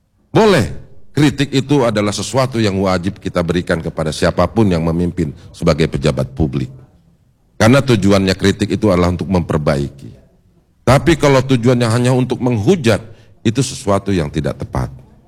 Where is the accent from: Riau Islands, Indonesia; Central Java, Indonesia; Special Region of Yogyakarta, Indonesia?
Riau Islands, Indonesia; Tanjung Pinang; moved away as an adult; also born or lived in Jakarta; lahir di Tanjung Pinang 9 Januari 67 yang lalu.